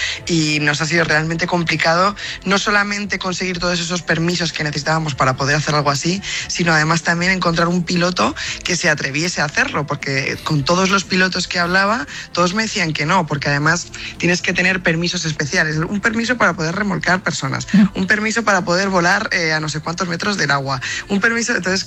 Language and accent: Spanish; Spain; lo que ha significado Rafa para el deporte y sobre todo, pues si somos españoles, todavía con más orgullo.